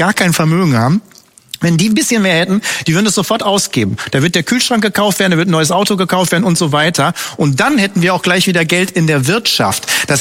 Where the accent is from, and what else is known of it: Romania; born or raised there